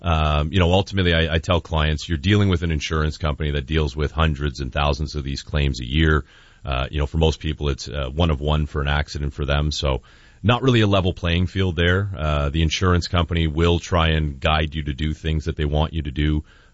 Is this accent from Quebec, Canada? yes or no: no; Lakeshore, Ontario, Canada; also born or lived in Toronto; And that's kind of the area I grew up out in Lakeshore there.